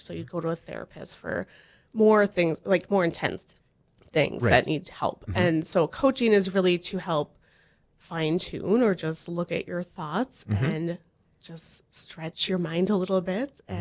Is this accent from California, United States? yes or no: no; Buchanan, North Dakota, United States